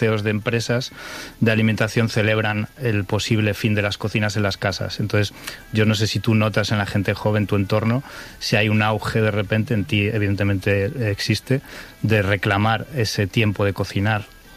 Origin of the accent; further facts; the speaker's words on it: Community of Madrid, Spain; Y en mi pueblo, en la Sierra de Madrid, hacen una caldereta una vez al año y ahí son los hombres, ¿no?